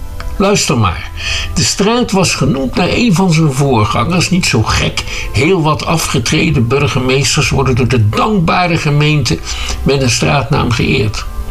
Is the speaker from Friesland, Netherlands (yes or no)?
no; Schiedam, South Holland, Netherlands; Daar zijn we als Schiedammers best trots op.